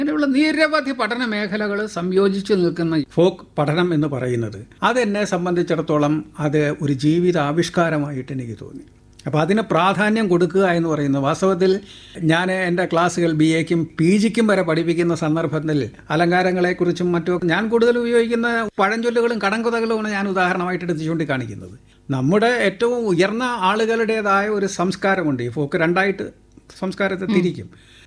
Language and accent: Malayalam; Kerala, India; അത്തരം ഒരു സംഘത്തിൽ മലയാളി എന്ന നിലയിൽ ഞാൻ ഉൾപ്പെട്ട് നിൽക്കുകയാണ്.